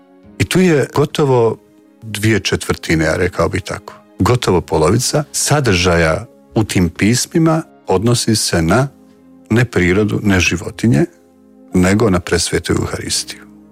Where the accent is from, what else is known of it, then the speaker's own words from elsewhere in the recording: Bosnia & Herzegovina; dolazim iz Bosne pa sam djelovao u tim nekim župama koje su bile i gdje su katolici bili u manjini